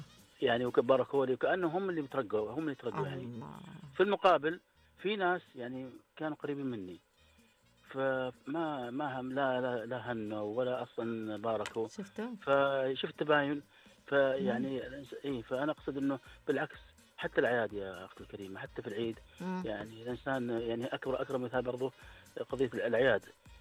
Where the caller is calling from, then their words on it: Dammam, Eastern Province, Saudi Arabia; انا اكلمك من الدمام.